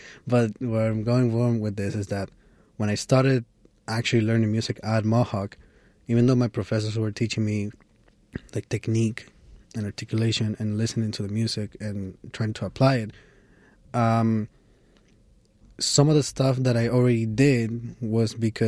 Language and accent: English; Peru; moved away; growing up in Peru